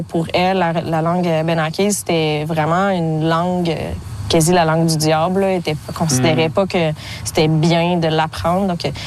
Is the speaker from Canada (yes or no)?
yes; Odanak, Quebec, Canada; Oui, j'ai grandi à Donnac.